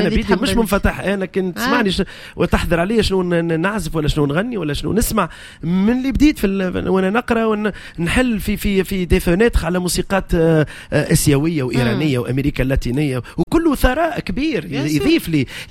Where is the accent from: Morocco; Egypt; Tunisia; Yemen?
Tunisia; أنا تونسي الجنسية